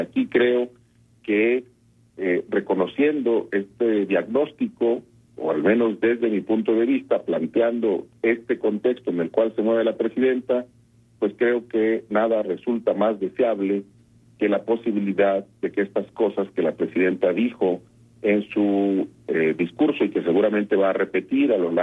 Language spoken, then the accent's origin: Spanish; Mexico; así somos los mexicanos